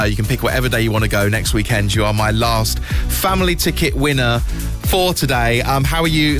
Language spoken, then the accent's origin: English; Canterbury, South East England, United Kingdom; I'm from Canterbury as well.